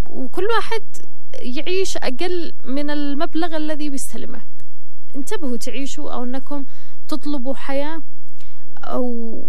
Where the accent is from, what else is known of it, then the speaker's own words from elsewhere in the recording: Yemen; إحنا كشعب يمني